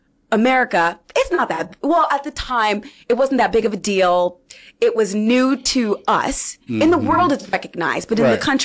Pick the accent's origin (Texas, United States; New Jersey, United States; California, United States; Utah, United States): California, United States; Fresno; My hometown hero … she has 6 Tonys, and she's from Fresno, California.